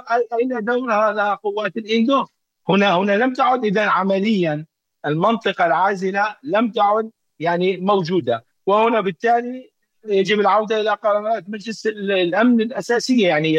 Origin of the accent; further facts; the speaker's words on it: Syria; ونحن كشعب سوري